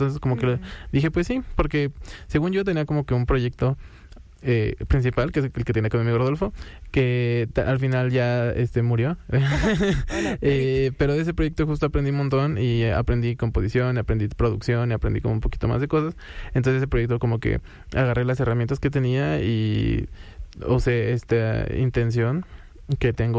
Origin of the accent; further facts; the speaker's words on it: Mexico City, Mexico; Yo soy del oriente de la ciudad, casi el estado.